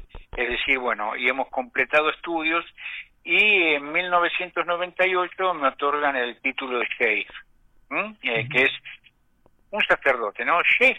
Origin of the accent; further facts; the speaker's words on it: Buenos Aires, Argentina; Soy argentino, porteño, hijo de una tucumana y de un porteño. Nací en el año 1958 y soy nieto de una italiana proveniente de Génova y de un árabe sirio proveniente de las montañas